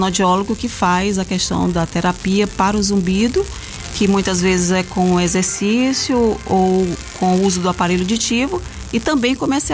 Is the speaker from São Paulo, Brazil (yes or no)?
no; Itabuna, Bahia, Brazil; moved away as an adult; now in Ipiaú, Brazil; nós somos de Itabuna e estamos aqui em Piauí, né?